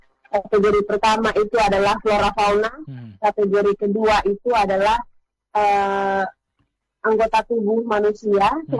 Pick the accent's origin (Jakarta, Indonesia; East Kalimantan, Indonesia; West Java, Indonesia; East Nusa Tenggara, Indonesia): East Nusa Tenggara, Indonesia; Kefa; saya ini bukan asli orang Kodi, saya campuran orang Kodi di sini, orang Kodi Kefa, tanggal berapa saya orang Kefa, mama saya orang Sumba